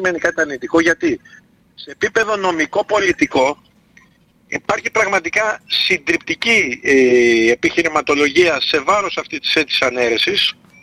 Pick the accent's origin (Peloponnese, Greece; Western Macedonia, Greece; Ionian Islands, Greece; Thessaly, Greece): Western Macedonia, Greece; Florina; now in Thessaloniki, Greece; Εγώ γεννήθηκα και μεγάλωσα στη Φλόρινα. Ο πατέρας μου μιλούσε το τοπικό ιδίωμα.